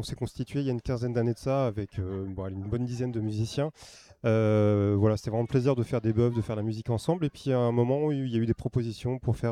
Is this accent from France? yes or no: yes; Rouen, Normandy, France; parce qu'on est de Rouen, rive gauche pour la plupart, donc quartier Jardin des Plantes.